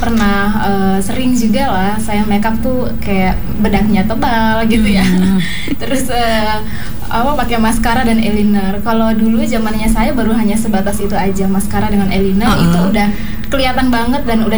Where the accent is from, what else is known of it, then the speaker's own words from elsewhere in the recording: Kobisonta, Maluku, Indonesia; born there; moved away as an adult; now in Fakfak, Indonesia; Saat itu saya di kampung saya di Kobisonta.